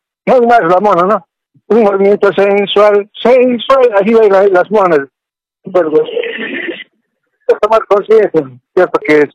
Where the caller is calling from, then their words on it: Oruro, Bolivia; También soy quiquincho, soy de Oruro, mi padre es de Norte Potosí, mi padre es Cochala